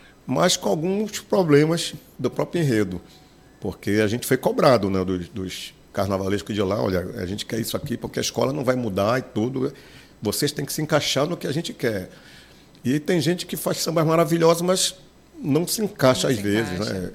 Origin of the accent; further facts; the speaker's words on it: Pará, Brazil; a gente, como é daqui da Amazônia, daqui do Pará, pertinho aqui do Marajó, que a gente conhece um pouco, né, dessa nossa história, da nossa, essa nossa pegada, o nosso sotaque